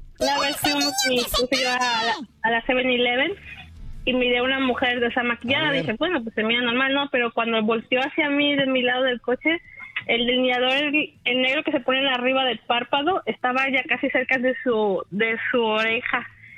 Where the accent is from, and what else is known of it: Mexico City, Mexico; born or raised there